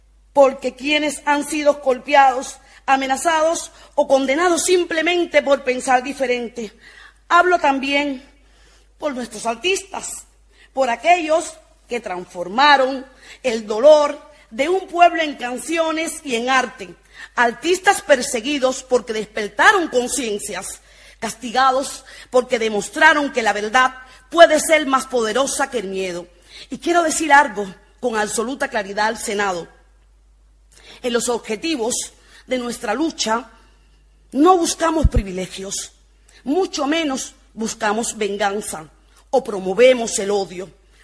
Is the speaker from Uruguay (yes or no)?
no; Cuba; soy cubana libre, activista de los derechos humanos y orgullosamente mujer afrodescendiente.